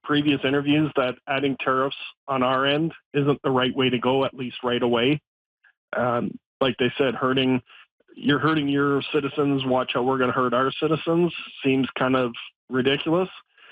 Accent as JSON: {"language": "English", "country": "Canada"}